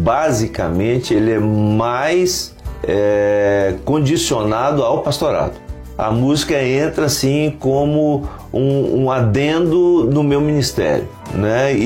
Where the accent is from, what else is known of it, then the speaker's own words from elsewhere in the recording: Teófilo Otoni, Minas Gerais, Brazil; Eu sou do nordeste de Minas, eu sou natural de Teófilo Otoni.